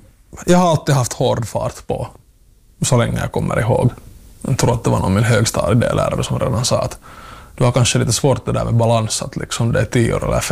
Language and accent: Swedish; Helsinki, Uusimaa, Finland; moved away as an adult; now in Bromarv, Finland; Jag är själv född och uppvuxen i Gårdsbacka i Östra Helsingfors som är liksom fullständiga motsatsen till det här livet.